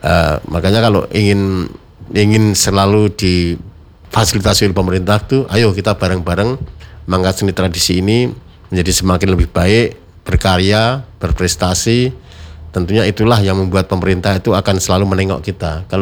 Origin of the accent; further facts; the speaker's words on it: Semarang, Central Java, Indonesia; kita sebagai warga Kota Semarang